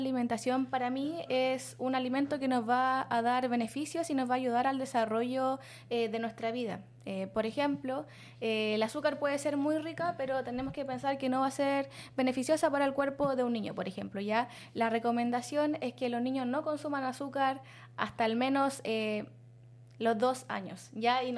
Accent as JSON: {"language": "Spanish", "country": "Chile", "said": "nosotros tenemos como chilenos"}